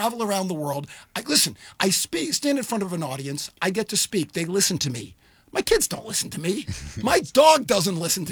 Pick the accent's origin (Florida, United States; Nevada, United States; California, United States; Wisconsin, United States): Florida, United States; Miami Beach; I grew up on Miami Beach.